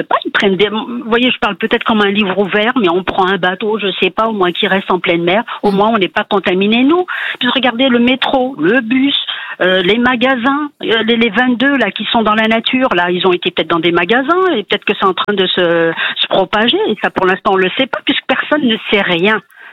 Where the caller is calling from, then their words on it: Courbevoie, Île-de-France, France; De Courbevoie.